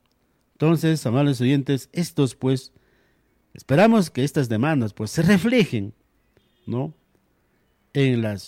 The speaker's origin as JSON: {"language": "Spanish", "town": "Coracora", "region": "Ayacucho", "country": "Peru", "said": "como peruanos, como coracoreños, ayacuchanos y parinacochet"}